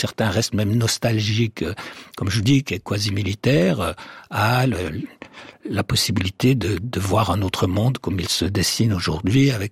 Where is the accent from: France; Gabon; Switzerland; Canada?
Switzerland